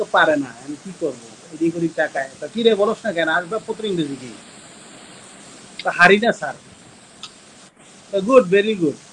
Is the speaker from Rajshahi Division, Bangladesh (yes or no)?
no; Lakshmipur, Chittagong Division, Bangladesh; আমার দেশের বাড়ি হচ্ছে মানে এক কথায় বলতে গেলে নোয়াখালী, আর দুই কথায় বলতে গেলে মানে একটু এড়াই যেতে গেলে লক্ষ্মীপুর।